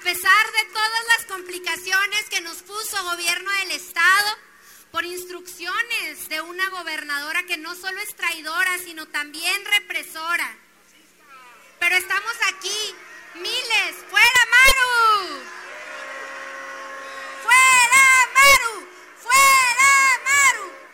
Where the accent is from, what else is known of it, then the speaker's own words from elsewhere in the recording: Chihuahua, Mexico; la gran mayoría de los que estamos aquí somos chihuahuenses que venimos convencidos a defender nuestra soberanía nacional.